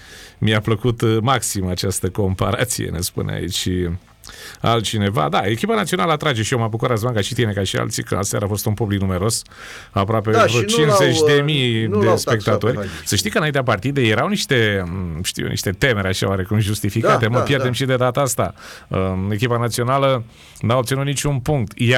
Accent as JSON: {"language": "Romanian", "town": "Brașov", "region": "Brașov County", "country": "Romania", "said": "Eu am făcut rugby, sunt din Brașov, am fost chemat de foștii colegi să ajung la pregătirea la copii la Cristian, eu cu mână lângă Brașov."}